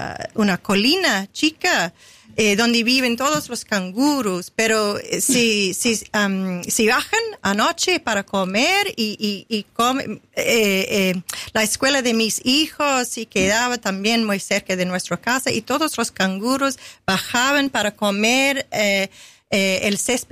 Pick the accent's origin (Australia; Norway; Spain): Australia; Spanish is a second language; característico de los australianos es que somos muy vinculados a la naturaleza. Sí. Tenemos un país de belleza, como Argentina